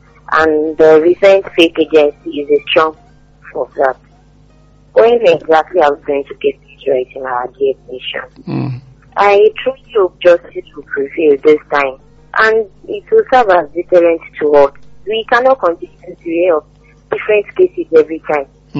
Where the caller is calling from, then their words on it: Nigeria; I'm calling from Odeja.